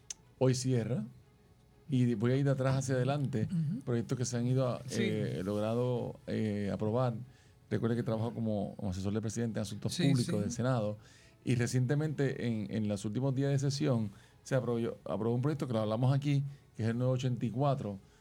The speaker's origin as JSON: {"language": "Spanish", "country": "Puerto Rico", "said": "Somos la isla del Cordero. Tenemos un cordero en el centro de nuestro escudo, tenemos una Biblia."}